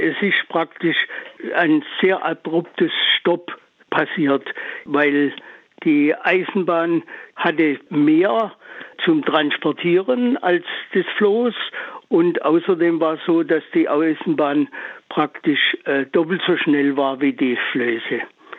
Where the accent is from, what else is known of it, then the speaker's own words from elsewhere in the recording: Pforzheim, Baden-Württemberg, Germany; moved away as an adult; now in Altensteig, Germany; Und zwar bin ich aufgewachsen in Pforzheim. An der Enz habe ich da öfters gespielt